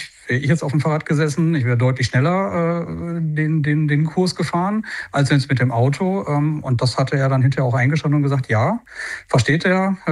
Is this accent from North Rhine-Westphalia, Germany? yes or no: yes; Münster, North Rhine-Westphalia, Germany; born there; In meinem speziellen Fall ist es so, ich bin ein gebürtiger Münsteraner.